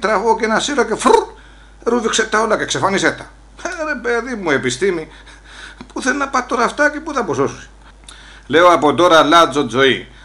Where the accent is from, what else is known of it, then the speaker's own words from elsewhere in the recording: Olympos, South Aegean, Greece; έχω και εγώ λόγο να πω γιατί να είμαι από την Όλυμπο της Καρπάδου